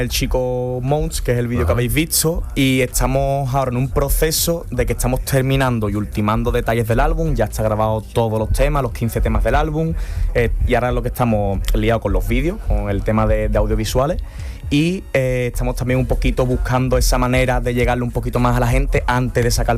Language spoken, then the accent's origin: Spanish; Spain; somos los primeros españoles, por lo menos que he visto yo, en hacer esa temática de vídeo